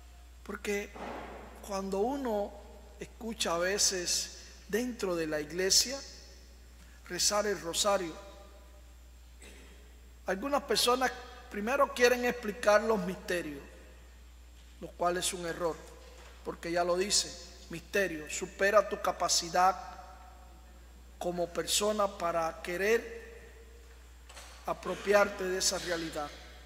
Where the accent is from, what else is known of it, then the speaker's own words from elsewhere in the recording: Cuba; como cubano, sino como hijo de Dios.